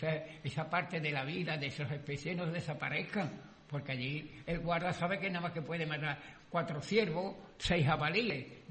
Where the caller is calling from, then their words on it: Sanlúcar de Barrameda, Andalusia, Spain; Y yo soy de San Lucas